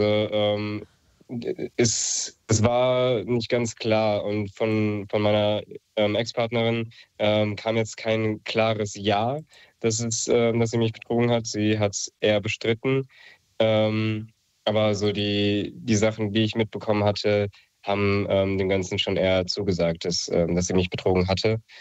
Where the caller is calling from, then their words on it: Marburg, Hesse, Germany; Ich komme aus Marburg.